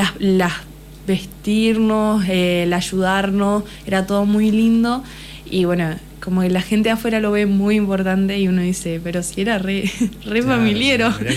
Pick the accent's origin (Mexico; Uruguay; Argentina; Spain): Argentina; Valle María, Entre Ríos; Yo soy de Valle María.